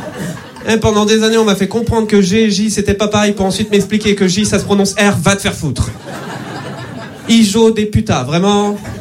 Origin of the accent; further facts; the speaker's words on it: Nantes, Pays de la Loire, France; Je me présente … je suis nantais et dyslexique.